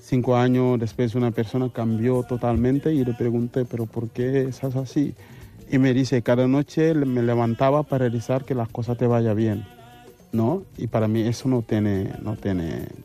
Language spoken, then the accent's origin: Spanish; Senegal; Y yo por defecto soy de Senegal, pero la mitad de mi familia es gambiana.